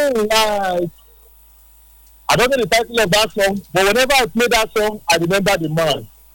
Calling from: Port Harcourt, Rivers, Nigeria; I'm calling you from Port Harcourt.

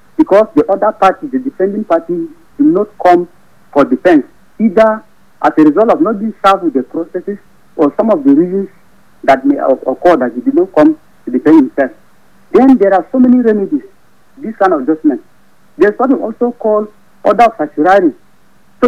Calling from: Plateau, Nigeria; I'm a Fizere from the North.

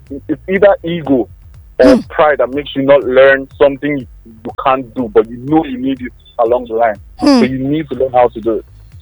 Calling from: Abuja, Federal Capital Territory, Nigeria; calling from Local Goma.

